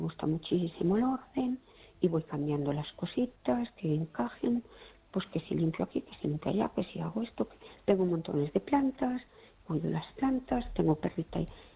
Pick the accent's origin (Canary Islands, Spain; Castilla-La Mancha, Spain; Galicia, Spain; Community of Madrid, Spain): Galicia, Spain; Fene